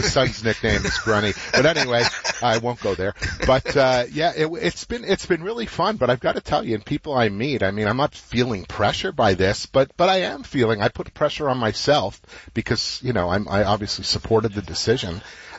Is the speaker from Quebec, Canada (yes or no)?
yes; Montreal, Quebec, Canada; I grew up in Montreal as a Habs fan